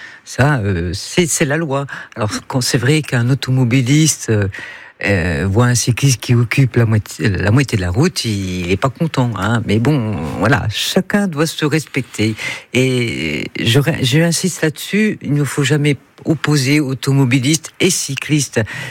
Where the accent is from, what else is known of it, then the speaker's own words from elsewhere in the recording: France; chez nous en France